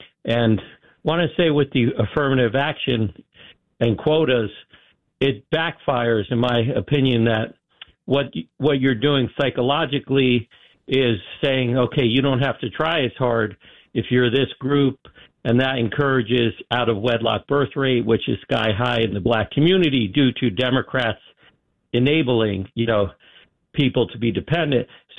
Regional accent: New Jersey, United States; I'm from New Jersey, but and I'm not Jewish.

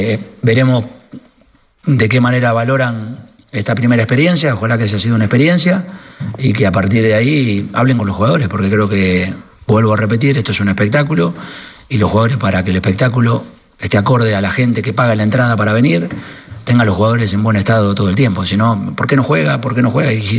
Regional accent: Argentina; Con Messi, la verdad que somos agradecidos los argentinos de haber tenido a dos futbolistas extraordinarios

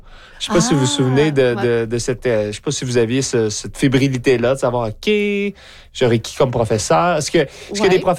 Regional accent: Quebec, Canada; Donc, j'ai grandi dans les Basses-Laurentides.

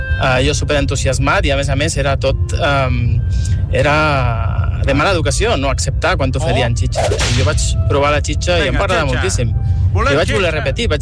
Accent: Sant Cugat del Vallès, Catalonia, Spain; de Sant Cugat. Estic aquí conduint i us estava escoltant.

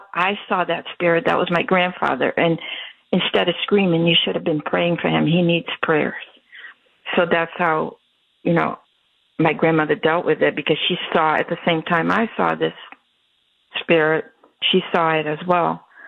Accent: Brazil

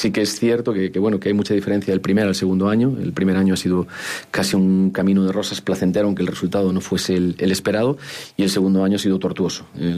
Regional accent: Galicia, Spain; moved away as an adult; now in Zamora, Spain; yo soy gallego y la morriña, evidentemente, no soy joven, tengo 50 años

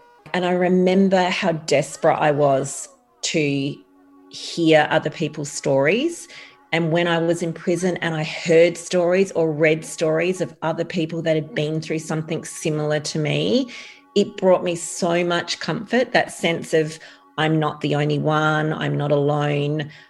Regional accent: Adelaide, South Australia, Australia; I grew up in Adelaide's southern suburbs. It was a small hills community. I have a little sister.

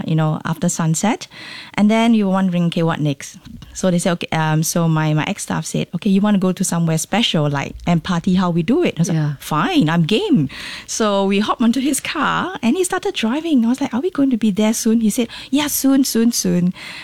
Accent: Singapore; I mean, being Singaporean, I'm like, okay, this is unusual

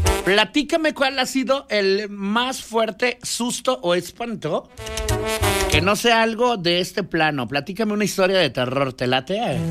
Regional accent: Mexico; soy mexicano, soy mexa, pa, soy mexicano.

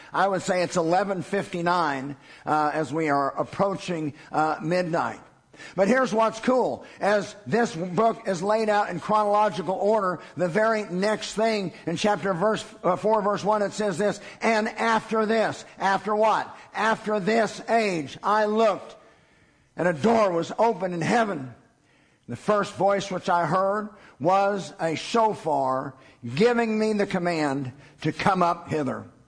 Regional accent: United States; as an American and as a patriot

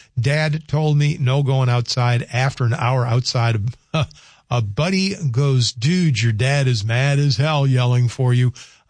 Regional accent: the South, United States; There were occasions growing up in the South where it was literally too hot to be out of doors.

